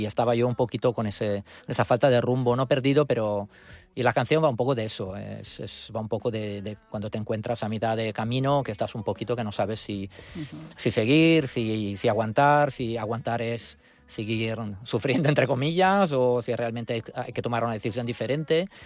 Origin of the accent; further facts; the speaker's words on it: Turin, Piedmont, Italy; Spanish is a second language; moved away; yo soy italiano, de Torino